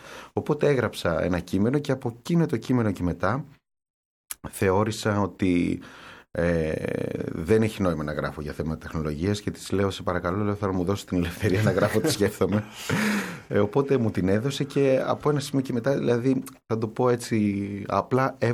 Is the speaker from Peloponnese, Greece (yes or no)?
yes; Kalamata, Peloponnese, Greece; also born or lived in Agrinio / Athens; γεννήθηκα στο Αγρίνιο πριν 40 χρόνια.